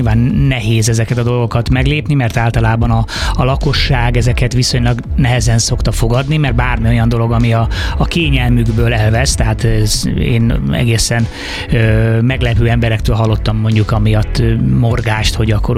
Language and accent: Hungarian; Hungary